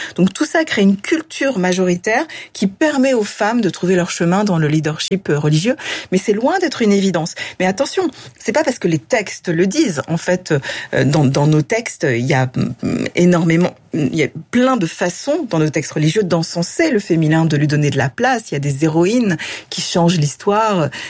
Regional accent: France; J'ai le sentiment que je dois tenter d'apporter en Europe et en France, là où j'ai grandi, une voix qui, je l'avoue, m'a été manquante dans mon éducation juive.

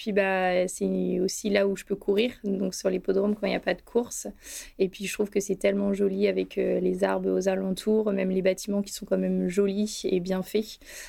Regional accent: Bordeaux, Nouvelle-Aquitaine, France; born there; also born or lived in Vire / Cherbourg / Flers; Moi, je suis née à Bordeaux, donc dans le 33. Après, je suis remontée un petit peu, du coup, en haut de la France, puisque je suis venue à Vire.

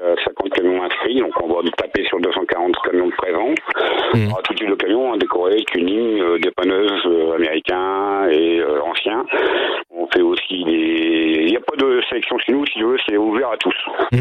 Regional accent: Hauts-de-France, France; Les Titres parce qu'on est du Nord, Trucker parce que on est tous des routiers.

